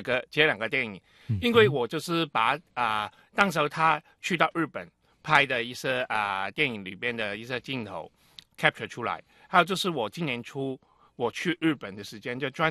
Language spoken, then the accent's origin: Chinese; Hong Kong; accent: Cantonese-accented Mandarin; Chinese is a second language; moved away as an adult; now in Taiwan; 我是从香港过来的。就是我之前在台湾念书，后来回香港就是2年多之后就还是过来台湾了，就现在已经定居台湾。